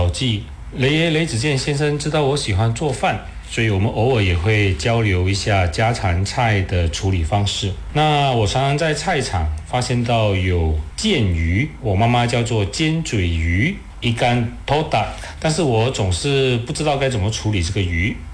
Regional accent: Johor, Malaysia; 首先我是柔佛州人

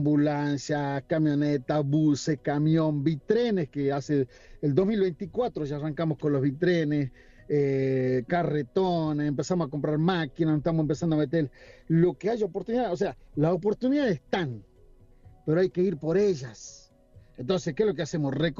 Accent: Argentina; estamos constantemente tratando de entender la política económica e ir para adelante como argentino, ¿no?

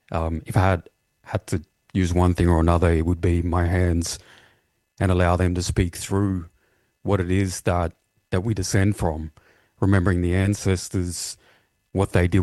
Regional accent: Victoria, Australia; myself being Yorta Yorta, born and raised on Yorta Yorta Waka, for instance, for me, that's something that's very prominent in terms of my very existence too. And it's part of why I moved back home from Ngarrim

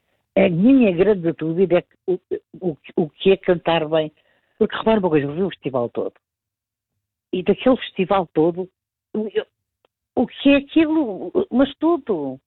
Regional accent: Portugal; born there; Nós temos uma pátria que tem uma língua, que é o português. Eu amo a minha pátria. É o sítio onde eu nasci, é o sítio onde eu vou morrer.

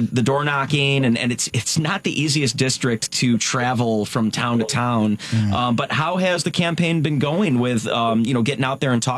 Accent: Harvard, Illinois, United States; I am from Harvard, which is rural McHenry County, and I'm in the 16th congressional district

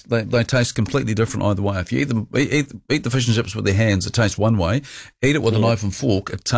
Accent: New Zealand; I'm a Kiwi.

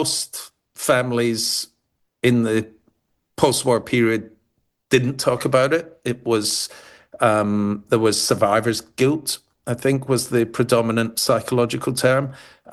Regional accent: Glasgow, Scotland, United Kingdom; I grew up in Glasgow where I describe the anti-Semitism more as ignorance. The reason why my family moved to Glasgow, by the way, is they were on a ship from the ex-Soviet Union to America

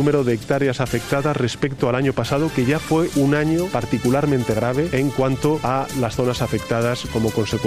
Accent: Spain

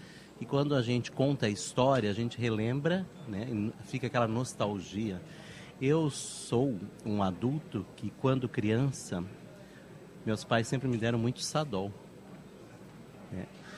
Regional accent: Joinville, Santa Catarina, Brazil; born there; E como um bom joinvilense nascido aqui, a gente tem memórias afetivas.

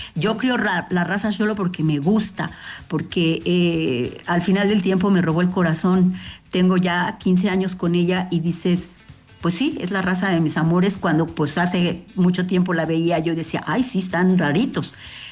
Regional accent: Mexico; al país y a nosotros como mexicanos

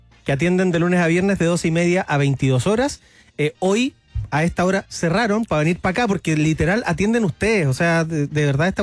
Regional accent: Viña del Mar, Valparaíso, Chile; Yo soy de Viña, pero nací diciéndole pan batido, aguante Viña del Mar

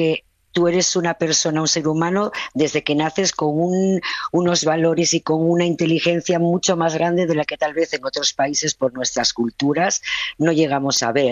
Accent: Asturias, Spain; yo soy asturiana pequeñita

